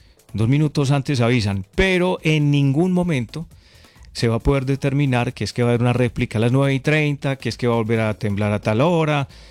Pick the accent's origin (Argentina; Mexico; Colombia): Colombia; Concordia, Antioquia; mi pueblo de Concordia